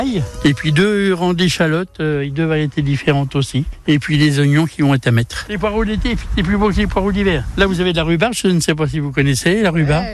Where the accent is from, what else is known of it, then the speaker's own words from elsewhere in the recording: Huismes, Centre-Val de Loire, France; born there; j'ai 68 ans, je suis né à Huim